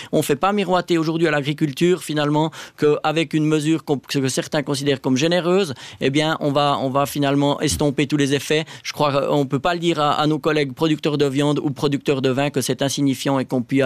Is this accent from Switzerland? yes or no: yes; Jura Arc, Switzerland; je viens d'une région de l'Arc jurassien qui en vit.